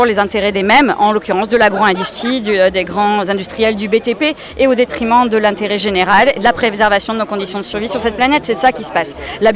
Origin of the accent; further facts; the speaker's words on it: Toulouse, Occitanie, France; Hein, je viens de Toulouse, où on s'est largement battu et on continuera à se battre d'ailleurs contre l'autoroute A69